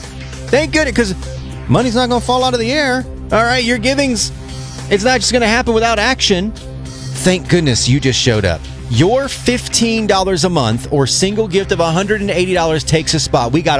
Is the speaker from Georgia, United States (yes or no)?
yes; Georgia, United States; I grew up in the South, Georgia